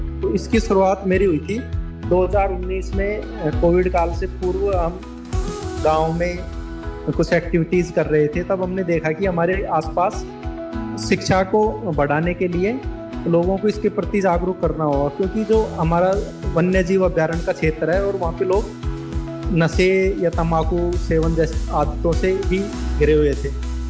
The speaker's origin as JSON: {"language": "Hindi", "area": "Alwar district", "region": "Rajasthan", "country": "India", "tie": "born or raised there", "said": "और मैं अलवर जिले के राजगढ़ तहसील के एक छोटे से गांव पूर्णला का रहने वाला हूँ।"}